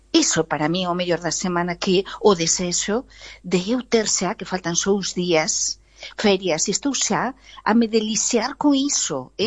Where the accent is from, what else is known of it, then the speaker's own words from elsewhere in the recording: Spain; Portuguese is a second language; now in Portugal; eu como espanhola e como europeia